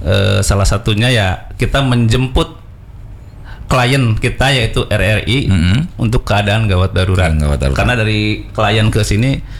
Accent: Kuningan, West Java, Indonesia; Saya juga dari Kuningan, ibu saya, bapak saya, mertua saya itu

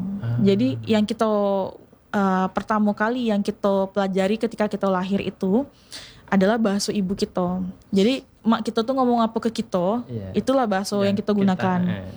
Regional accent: Bengkulu, Indonesia; kayak misalnya saya orang Bengkulu ngomong bahasa Indonesia tuh pasti orang ketahuan iku pasti orang Sumatera, cek kan.

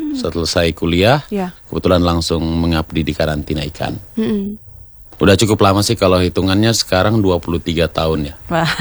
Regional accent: Kendari, Southeast Sulawesi, Indonesia; Saya lahirnya di Amuitum, di daerah dekat bandara.

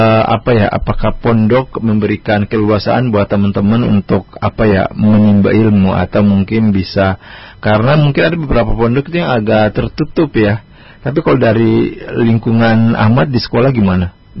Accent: Ambon, Maluku, Indonesia; kalau kita orang Ambon yang menuntut ilmu di sumber kejauhan itu.

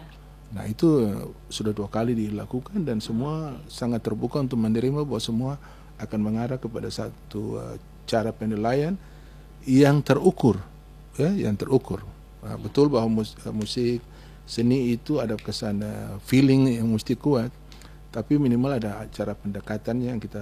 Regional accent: Maluku, Indonesia; sebagai orang Maluku

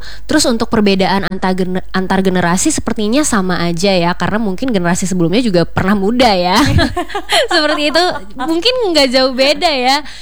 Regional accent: Central Kalimantan, Indonesia; mereka tuh gak paham juga bahasa Dayak yang punya aku, karena mereka Dayak Manyen kan. Aku Dayak Ngaju.

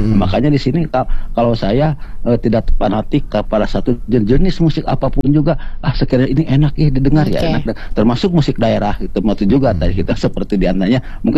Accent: West Java, Indonesia; kalau Sunda daerah saya sendiri kan

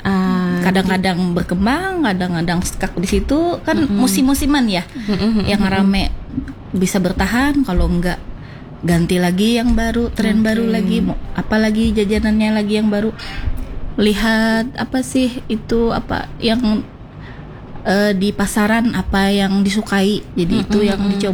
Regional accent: Banjar, South Kalimantan, Indonesia; Karena aku orang Banjar.

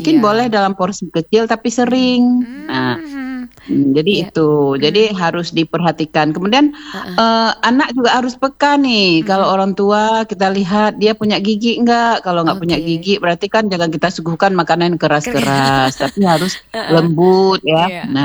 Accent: Aceh, Indonesia; kita kan orang Aceh

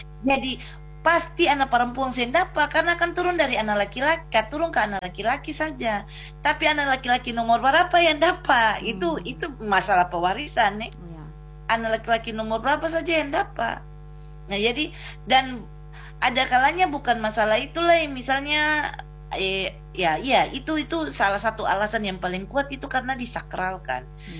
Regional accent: Ambon, Maluku, Indonesia; Beta orang Ambon. Karena beta orang Ambon, beta bicara apa adanya, beta mesti bilang. Beta contoh saja, beta nih lahir besar di Halong.

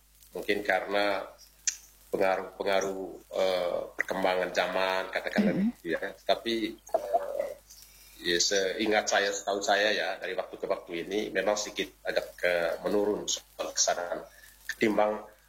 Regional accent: East Nusa Tenggara, Indonesia

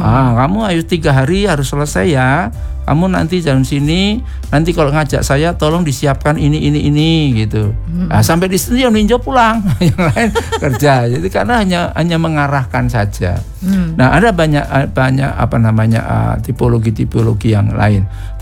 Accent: Java, Indonesia; Apalagi saya Jawa, istri saya orang Ambon.

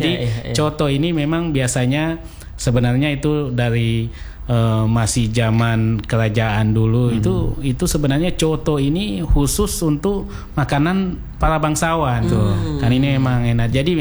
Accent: South Sulawesi, Indonesia; now in Ternate, Indonesia; saya ini adalah warga Kota Ternate. Karena KTP saya sudah KTP Ternate. Jadi meskipun asal saya dari Sulawesi Selatan, saya dari Bugis, tapi saya menganggap bahwa saya ini bukan pendatang, tapi saya adalah warga Kota Ternate.

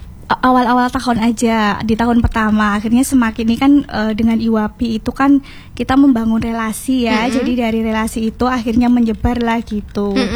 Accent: Pacitan, East Java, Indonesia; Karena kebetulan saya dari Pacitan.

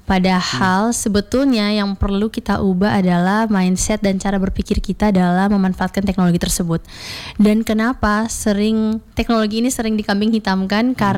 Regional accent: East Nusa Tenggara, Indonesia; mungkin karena aku berasal dari Nusa Tenggara Timur, jadi aku akan lebih berfokus ke Nusa Tenggara Timur

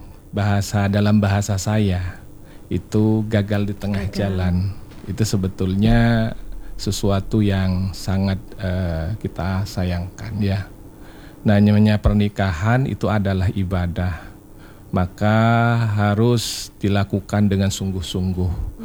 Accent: Madura, East Java, Indonesia; saya juga orang Madura ini agak repotan juga memahami.

